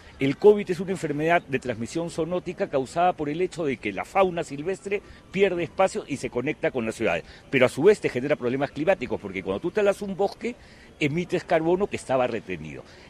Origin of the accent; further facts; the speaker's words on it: Colombia; hay una fuerte vinculación con Colombia. Para mí Colombia es mi tierra.